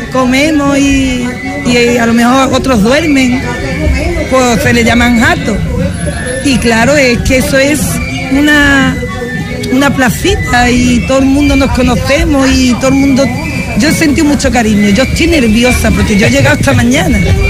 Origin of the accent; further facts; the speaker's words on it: Villarrasa, Andalusia, Spain; now in La Palma del Condado, Spain; yo soy de Villarrasa, pero vivo en La Palma.